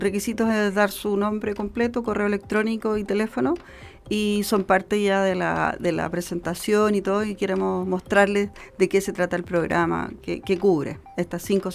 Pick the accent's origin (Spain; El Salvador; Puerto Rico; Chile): Chile